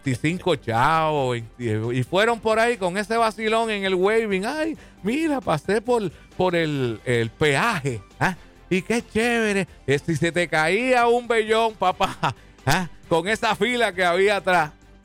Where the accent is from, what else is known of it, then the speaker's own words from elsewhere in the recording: Puerto Rico; Porque somos boricuas.